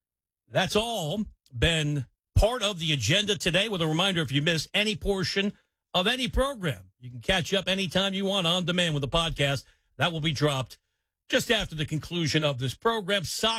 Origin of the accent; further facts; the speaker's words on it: United States; Yes, as an American sports fan and as somebody who grew up with that soccer-playing generation in the late 1970s